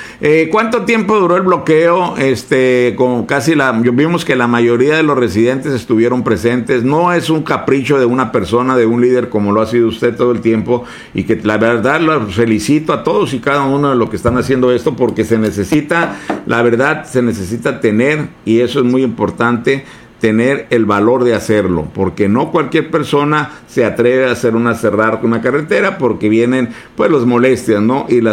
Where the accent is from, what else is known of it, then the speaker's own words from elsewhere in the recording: Baja California, Mexico; somos gente del Valle.